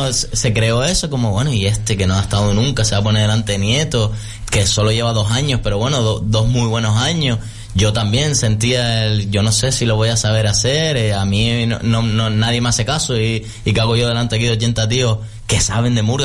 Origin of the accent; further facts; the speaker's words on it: Telde, Canary Islands, Spain; moved away as an adult; also born or lived in Lanzarote; nos conocíamos de toda la vida de Telde, sobre todo la gente de La Majadilla, que me crié en La Majadilla